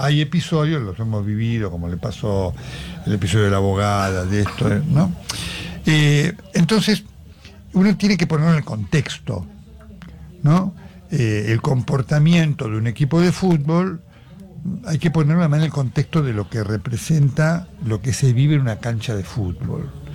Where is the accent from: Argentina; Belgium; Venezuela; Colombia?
Argentina; Y argentinos, habemos argentinos muy buenos, otros que son malos, los hay, como hay españoles muy buenos y muy malos.